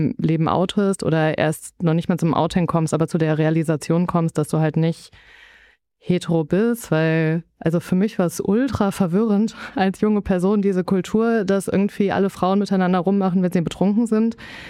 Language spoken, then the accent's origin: German; Düsseldorf, North Rhine-Westphalia, Germany; Und ich komme aus Düsseldorf und hatte da auch die Nähe zu Köln